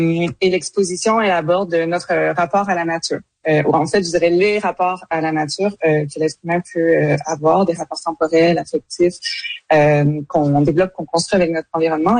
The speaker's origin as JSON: {"language": "French", "region": "Quebec", "country": "Canada", "tie": "born or raised there", "moved": "as an adult", "lives_now": "Paris, France", "said": "Moi, j'ai grandi dans le Bas-Saint-Laurent, donc c'est sûr que le lieu où j'ai grandi influence aussi mon rapport à la nature."}